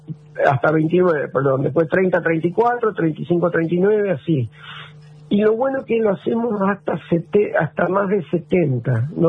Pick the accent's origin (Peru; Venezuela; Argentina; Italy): Argentina; Villa Iris, Buenos Aires Province; moved away as an adult; now in Bahía Blanca, Argentina; Hasta los 22 años viví en Villa Aire y me vine hace 42.